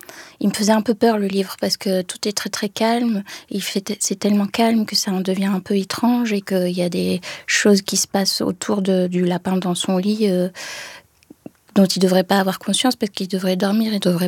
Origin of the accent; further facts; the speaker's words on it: France; ma mère nous lisait beaucoup de livres, elle voulait absolument qu'on parle anglais, donc vu qu'on était en France, de garder ce rapport à la langue maternelle.